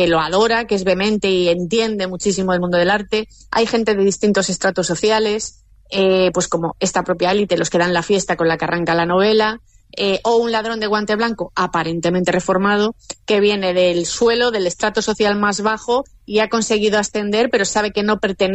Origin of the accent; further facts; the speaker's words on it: Galicia, Spain; Yo voy poco a poco, como buena gallega, con mucha prudencia siempre.